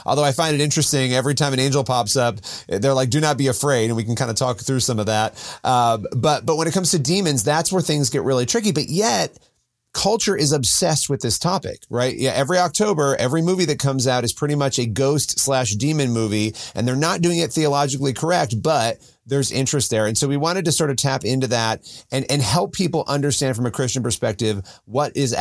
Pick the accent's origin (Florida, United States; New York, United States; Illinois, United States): New York, United States; Rochester; so I live quote unquote upstate right now, but I actually grew up in Rochester where you went to school. I grew up just outside of Rochester.